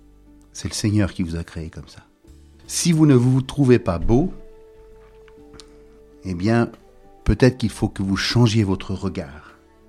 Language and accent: French; Normandy, France